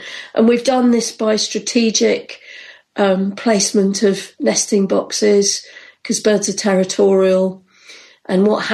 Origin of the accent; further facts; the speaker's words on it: London, United Kingdom; a kid growing up in London